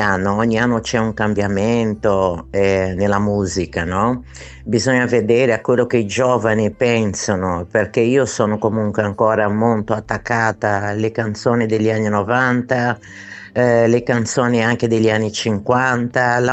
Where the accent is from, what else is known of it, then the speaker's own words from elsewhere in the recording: Brazil; moved away; la canzone che è di origine del mio paese, Brasile.